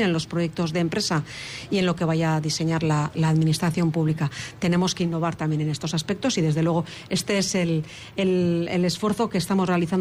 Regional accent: Azpeitia, Basque Country, Spain; now in Hondarribia, Spain; Yo soy de Azpeitia, pero vivo en Hondarribia desde hace ya muchos años

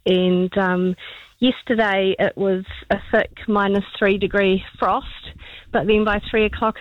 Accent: Hastings, Hawke's Bay, New Zealand; We are rural Hastings, where I am, so we're not far from the Ruaheni Ranges. So we get a bit frostier out my way, and we have had snow a few times, but living in town as a child, we never had snow.

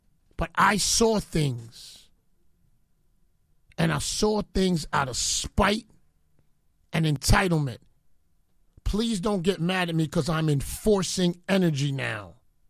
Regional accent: Bronx, New York, United States; I'm a Leo. I'm from the Bronx. I go at you, and I'm Jamaican.

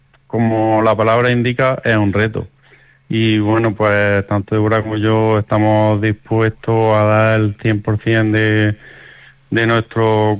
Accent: Baza, Andalusia, Spain; yo como yo, que soy de Baza, Granada, nos gusta mucho nuestra comunidad

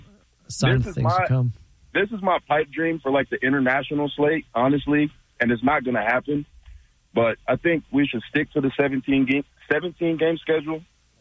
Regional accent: Kansas City, Missouri, United States; Well, I'm from Kansas City.

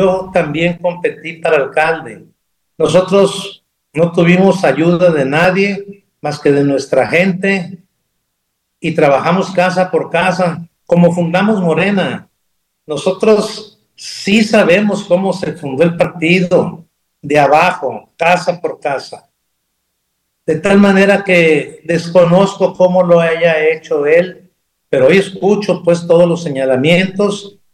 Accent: Sinaloa, Mexico; el gobierno de México y los sinaloenses estamos pagando las consecuencias de este error.

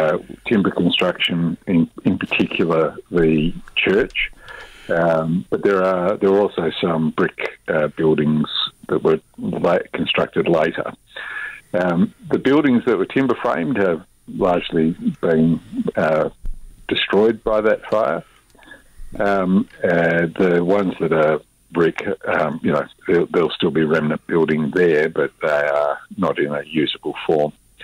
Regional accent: Perth, Western Australia, Australia; also born or lived in New Zealand; here on Whadjuk Bujur, where I am very pleased to have been raised, if not born. I was born in Aotearoa, but both my parents were born in Whadjuk Bujur as well. My mob from my dad's side are Scottish, and if you go further back, Viking

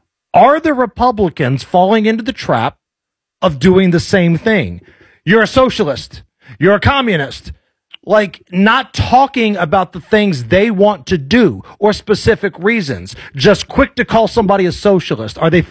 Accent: Beech Grove, Indiana, United States; also born or lived in Muncie, Indiana; I grew up in Beech Grove, then I went to school in Muncie.

